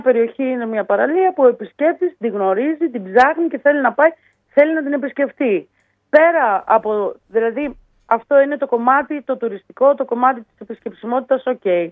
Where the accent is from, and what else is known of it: Samothrace, Eastern Macedonia and Thrace, Greece